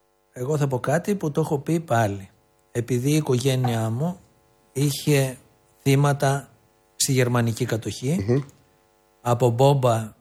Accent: Trikala, Thessaly, Greece; Μια ερώτηση να κάνω, γιατί εγώ είμαι ζαβό από τα Τρίκαλα.

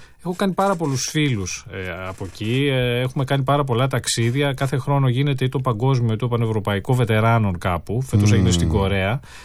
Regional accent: Athens, Attica, Greece; also born or lived in Paris; Εγώ έχω γεννηθεί στην Κυψέλη. Έζησα όλα τα πρώτα παιδικά μου χρόνια σχεδόν μέχρι το τέλος της δεκαετίας του 70 εκεί. Με ένα διάλειμμα ενός χρόνου στο Παρίσι που πήγαμε επί Χούντας, λίγο πριν πέσει η Χούντα και επιστρέψαμε μετά.

